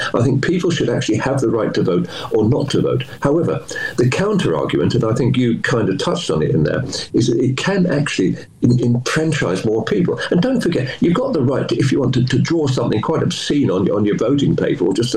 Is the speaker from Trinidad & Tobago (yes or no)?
no; London, United Kingdom; I mean, I'm a Londoner, born and bred. I've been here all my life.